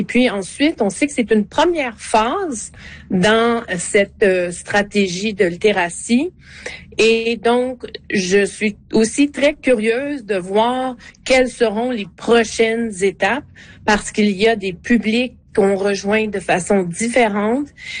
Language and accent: French; Quebec, Canada; moi j'ai grandi en Gaspésie